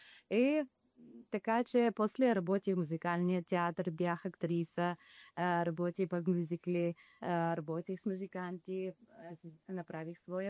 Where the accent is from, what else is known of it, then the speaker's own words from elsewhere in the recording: Hlavan, Odesa Oblast, Ukraine; now in Sozopol, Bulgaria; Защото съм бесарабска българка, да, от Украина, цело Главан.